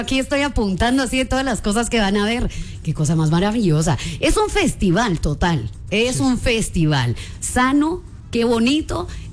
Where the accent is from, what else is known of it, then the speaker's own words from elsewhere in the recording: Guatemala; así somos los chapines.